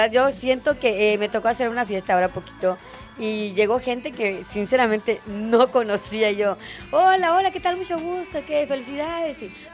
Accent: Mexico

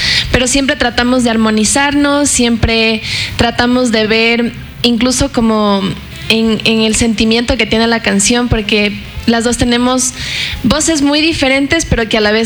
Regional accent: Ambato, Tungurahua, Ecuador; por ser de Ambato nos veía como que así, como rara.

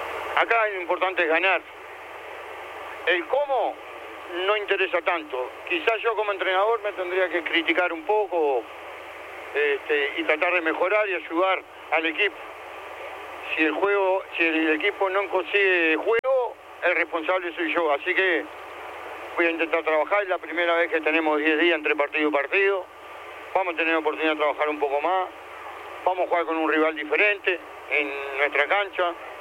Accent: Montevideo, Uruguay; moved away; also born or lived in Rocha; yo soy de la ciudad, como dice la canción. Soy montevideano, pero mitad de mi vida tengo en el campo y la otra mitad en Rocha. Así que conozco bien el interior

